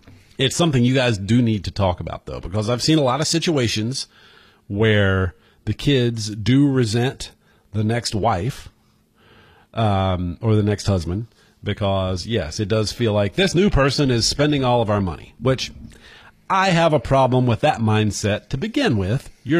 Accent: North Carolina, United States; he found out I was from North Carolina, and he immediately started talking about Andy Griffith.

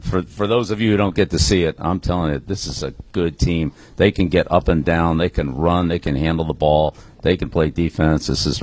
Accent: Maryland, United States; I grew up in Maryland, and there's two things that are really important in Maryland: lacrosse and crabs.

